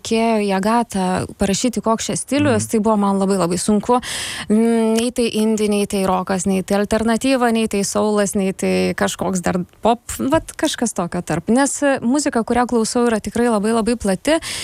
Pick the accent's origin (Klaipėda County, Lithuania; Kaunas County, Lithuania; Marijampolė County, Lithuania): Klaipėda County, Lithuania; Kretinga; moved away as an adult; now in Vilnius, Lithuania; aš iš Žemaitijos, Kretingos esu, bet nuo 18 jau nebe, tai nežinau. Vis tiek širdis Kretingoj, sakyčiau Kretingiškė, parvažiuoju, dabar dar dažniau, bet jau kuris laikas nebe.